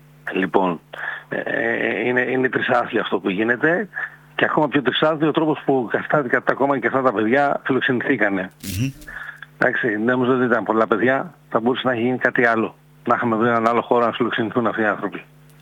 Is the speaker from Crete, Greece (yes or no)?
yes; Ierapetra, Crete, Greece; είμαστε Ιεράπετροι που είμαστε Έλληνες.